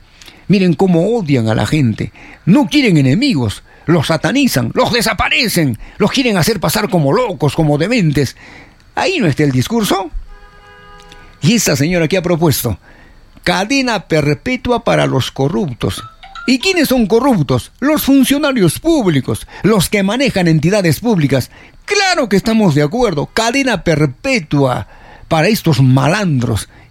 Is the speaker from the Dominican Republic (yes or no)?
no; Peru